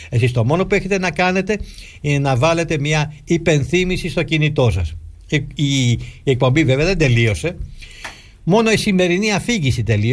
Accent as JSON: {"language": "Greek", "country": "Greece", "said": "είμαι Έλληνας αξιωματικός"}